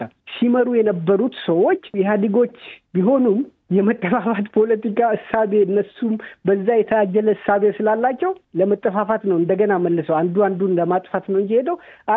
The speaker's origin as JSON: {"language": "Amharic", "region": "Gambella border area", "country": "Ethiopia", "tie": "born or raised there", "said": "እኔ ያደኩበት አካባቢ ኢግላቴሪያል የሆነ ሶሳይቲ ያለ ጋምቤላ ቦርደር ላይ ያሉ ሰዎች"}